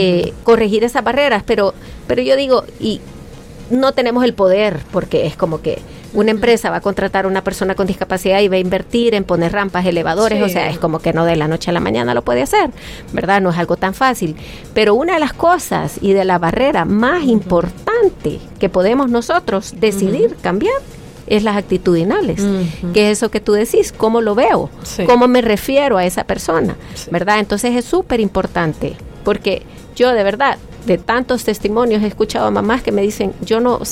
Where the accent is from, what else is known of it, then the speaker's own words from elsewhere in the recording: El Salvador; el abrazo que nos une como salvadoreños